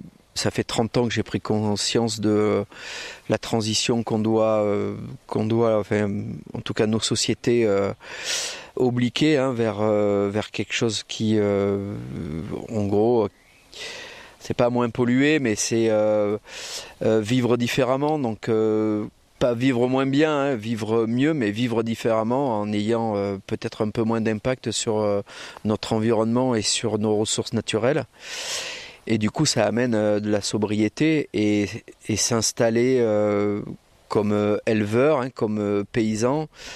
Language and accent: French; Italy; now in France; dans mon pays d'origine, en Italie, vraiment à la frontière dans les Alpes du Mercantour.